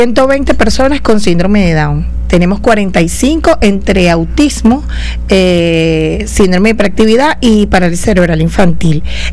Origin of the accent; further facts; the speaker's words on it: Ocumare del Tuy, Miranda, Venezuela; nosotros somos de Ocumare del Tuy y pues allá las terapias pues son muy escasas